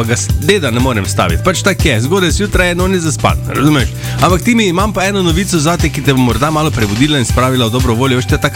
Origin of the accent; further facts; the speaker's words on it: Maribor, Drava, Slovenia; smo pristni Mariborčani